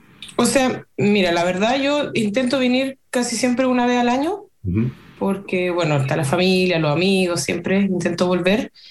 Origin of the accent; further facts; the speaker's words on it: Talca, Maule, Chile; moved away as an adult; now in Germany; yo soy de Talca, ahora estoy en Talca